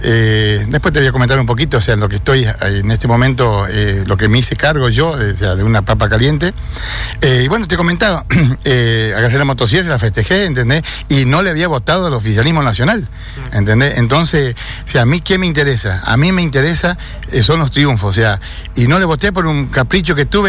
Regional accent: Argentina; Soy argentino, o sea, argentino de ley

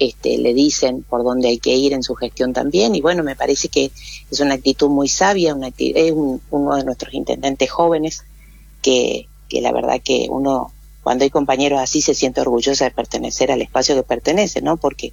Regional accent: Corrientes, Argentina; moved away; Yo ya les dije que yo soy nacida en Corrientes, de padres chaqueños, pero nacida en Corrientes, así que también es nuestra región. Bien, es nuestra región también, donde la lengua guaranítica también nos une y nos acompaña.

